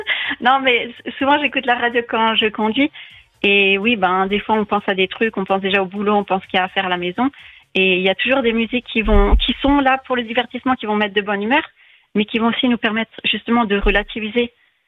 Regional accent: France; on est français tous

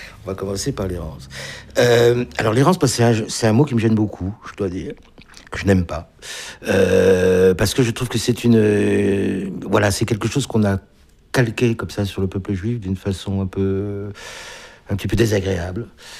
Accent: France; je ne viens pas du tout là en tant qu'Ukrainien pour fêter ou soutenir mon ancien peuple ou je sais pas quoi. Je suis français, je suis même pas français, je suis moi, quoi.

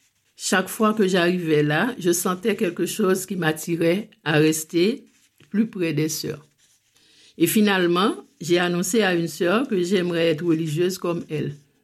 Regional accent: Cabaret, Ouest, Haiti; moved away as an adult; also born or lived in Port-au-Prince; now in France; Les 4 premières sœurs sont arrivées dans ma paroisse à Cabaret.

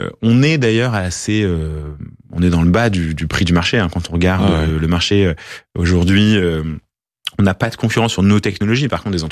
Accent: France

